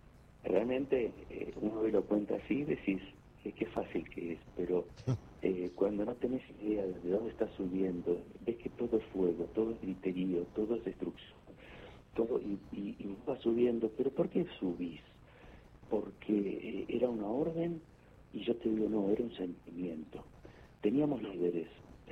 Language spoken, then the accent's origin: Spanish; Argentina; la guerra del 82 fue el reflejo fiel de lo que somos los argentinos.